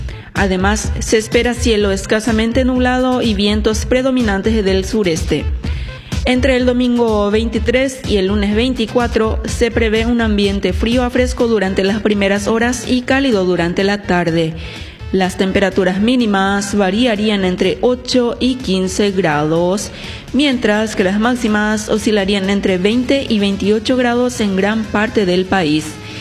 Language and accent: Spanish; Paraguay